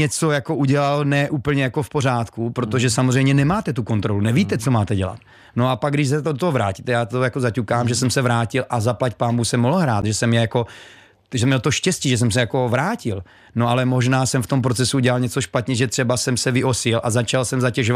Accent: Brno, South Moravian Region, Czechia; jsem z Brna

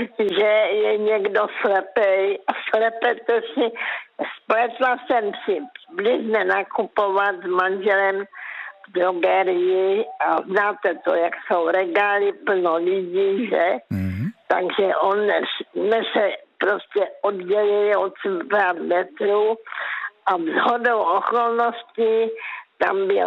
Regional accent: Karolinka, Zlín Region, Czechia; já pocházím z Karolinky

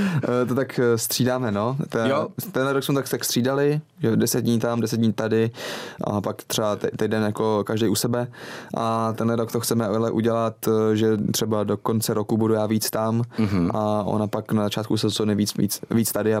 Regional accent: Central Bohemian Region, Czechia; Jo, a my jsme z Posázaví, takže jako u řeky jsme bývali často.

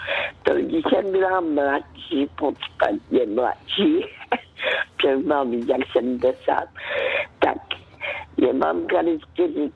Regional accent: Karolinka, Zlín Region, Czechia; já jsem dcerka z Valašska, kde se narodila v Karolínce, kde je hrozně pěkné, aspoň mi se tam vždycky líbilo.

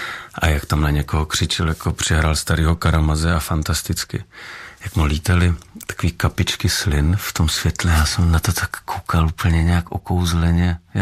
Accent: Brno, South Moravian Region, Czechia; Narodil jsem se v Brně, no.

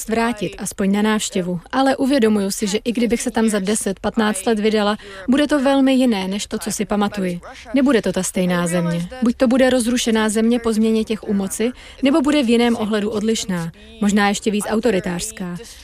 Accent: Moscow, Russia; now in Czech Republic; Narodila jsem se tam, vyrostla jsem tam v Moskvě.

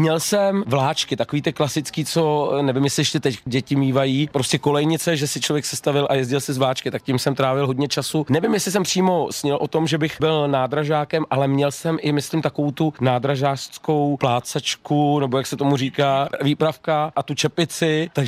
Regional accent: Trutnov, Hradec Králové Region, Czechia; moved away; also born or lived in Liberec; A protože pocházím z Trutnova

